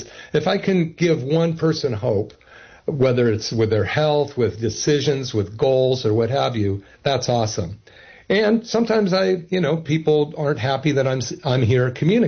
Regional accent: Berkeley, California, United States; So they gave me drugs, and I grew up in Berkeley in the 60s, and I listened to this group called … a song

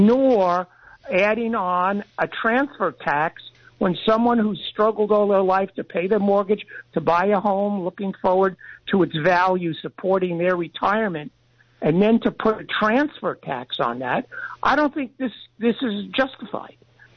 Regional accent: Pennsylvania, United States; now in California, United States; When I first moved here in the 70s, I came here alone from Pennsylvania. And I wanted to try out California

